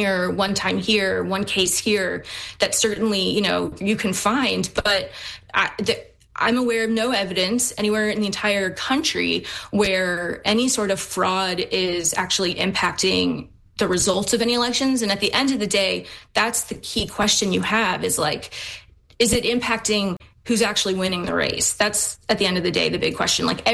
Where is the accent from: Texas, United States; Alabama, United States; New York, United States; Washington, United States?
Texas, United States; moved away; as a Texan myself. I mean, not currently, but as a, you know, I consider myself Texan still.